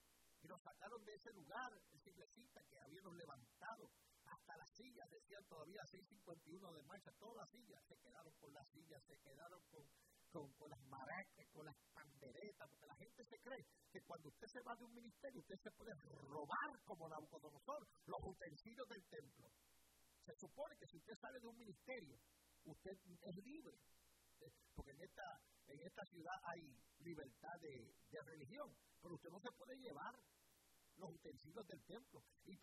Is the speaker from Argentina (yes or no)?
no; Puerto Rico; moved away; also born or lived in United States; Una persona se reía de mi broken English, porque nací en esta nación y soy ciudadano by birthright. Me crié en Puerto Rico.